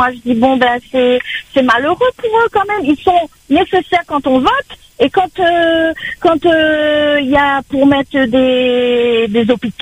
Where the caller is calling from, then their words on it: France; on est français ou quoi, nous?